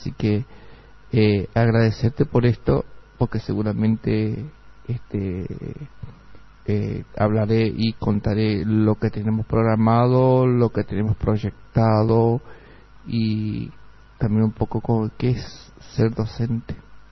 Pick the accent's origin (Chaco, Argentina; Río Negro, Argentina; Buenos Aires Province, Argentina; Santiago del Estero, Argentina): Chaco, Argentina; Las Breñas; moved away as an adult; now in General San Martín, Argentina; yo soy de Las Breñas, voy a cumplir 29 años que vine a San Martín